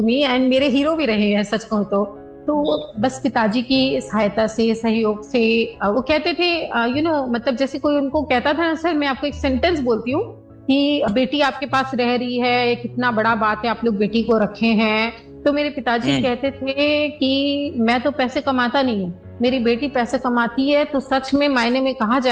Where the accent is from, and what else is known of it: Jharsuguda, Odisha, India